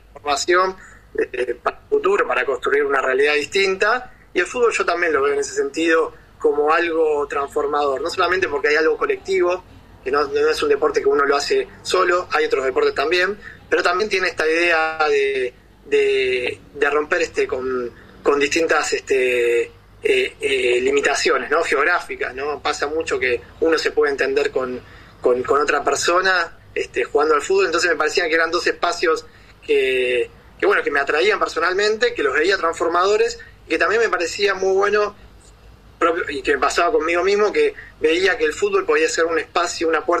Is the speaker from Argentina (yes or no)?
yes; Argentina